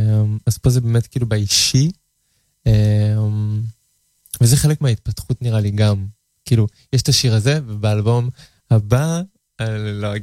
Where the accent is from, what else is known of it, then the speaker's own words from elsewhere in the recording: Kfar Azar, Tel Aviv District, Israel; גדלתי בכפר עזר.